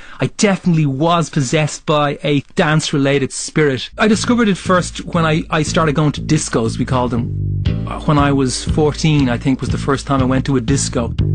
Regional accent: Ireland

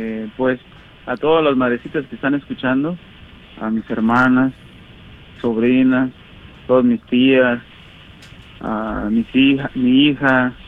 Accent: Tindú, Mexico; moved away; está enterrada en mi pueblo, en Tindú

